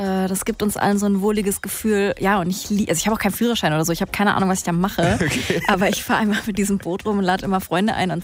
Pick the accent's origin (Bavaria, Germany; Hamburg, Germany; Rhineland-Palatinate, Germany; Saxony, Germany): Saxony, Germany; Da spiele ich immer auf dem Highfield. Das ist die Ecke, wo ich herkomme.